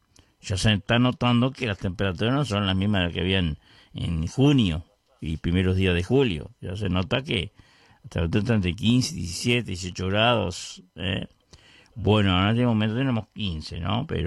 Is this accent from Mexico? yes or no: no; Uruguay; siendo uruguayo